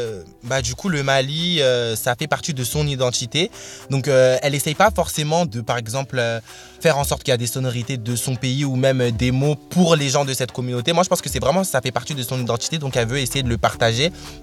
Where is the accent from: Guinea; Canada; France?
Guinea; moi je suis guinéen